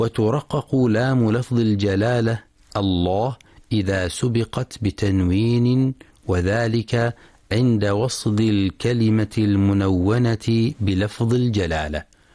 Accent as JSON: {"language": "Arabic", "country": "Oman", "said": "وعندنا في عمان من يغلظ اللام عند هذه الحروف"}